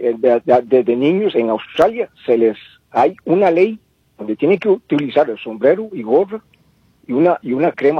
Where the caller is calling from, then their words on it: Desamparados, San José, Costa Rica; de Desamparados.